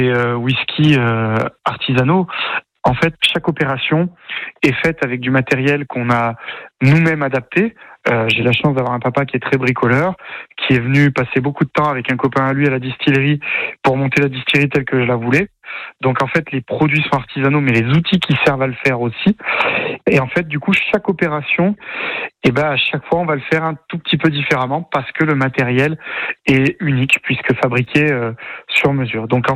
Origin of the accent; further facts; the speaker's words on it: Auvergne-Rhône-Alpes, France; On est auvergnat. C'est vrai qu'on a toujours connu ça autour de nous.